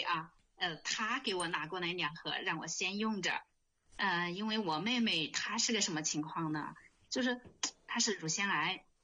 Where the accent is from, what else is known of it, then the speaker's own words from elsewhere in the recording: Hunan, China; 我是湖南的。